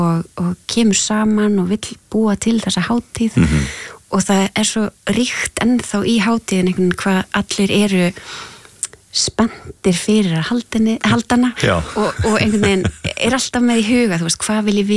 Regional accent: Húsavík, Northeastern Region, Iceland; Ég fædd á uppalinn á Húsavík og var þar í æðislegu tónlistarnámi og ólst upp einhvern veginn í svo... svona grósku miklu tónlistarlífi

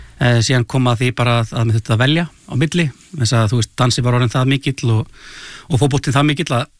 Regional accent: Garðabær, Capital Region, Iceland; myndi nú að segja Garðabæ.

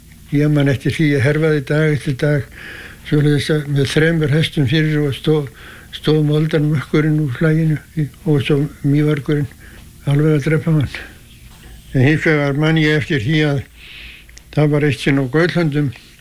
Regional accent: Arnarvatn, Northeastern Region, Iceland; Ég var fæddur 1923 á Arnarvatni Mývatnssveit og ólst þar upp til fullorðins ára.

